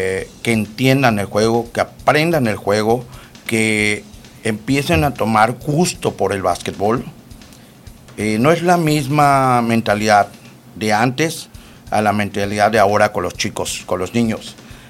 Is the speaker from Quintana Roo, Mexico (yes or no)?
yes; Chetumal, Quintana Roo, Mexico; moved away as an adult; also born or lived in Mexico City; ya yo estaba cansado de vivir en la Ciudad de México y decido regresar a mi ciudad natal para aportar algo de todo lo que yo aprendí en el básquetbol en la Ciudad de México. Aportar, ese es mi objetivo, eso es la chispa que me hace regresar a Chetumal.